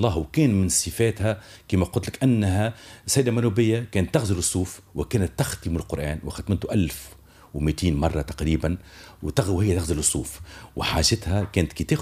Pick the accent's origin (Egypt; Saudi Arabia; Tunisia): Tunisia; احنا كنا توانسه